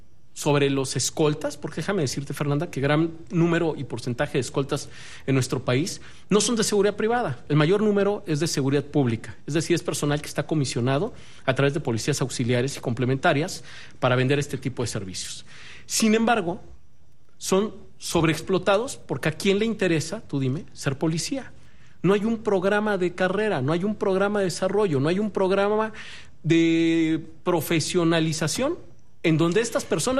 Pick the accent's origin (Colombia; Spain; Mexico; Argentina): Mexico